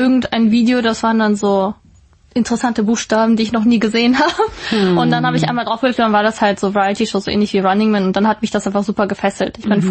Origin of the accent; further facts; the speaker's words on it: Germany; now in South Korea; ich komme aus Deutschland. Ich lebe schon seit 4-5 Jahren in Korea